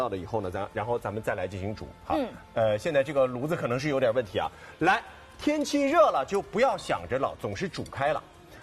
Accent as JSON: {"language": "Chinese", "region": "Shanghai", "country": "China", "said": "就是咱们上海人自己的味道，就是咱们上海人本土的品牌"}